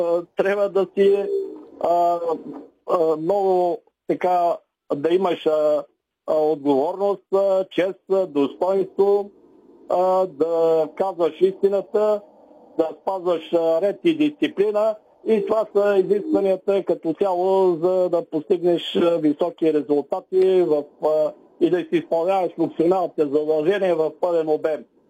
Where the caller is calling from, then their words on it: Montana, Montana Province, Bulgaria; съм от Монтана